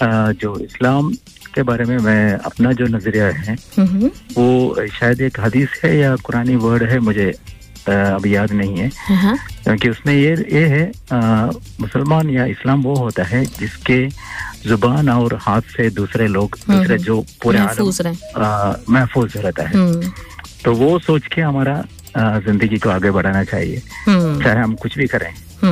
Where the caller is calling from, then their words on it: Kerala, India; मैं केरला से हूँ।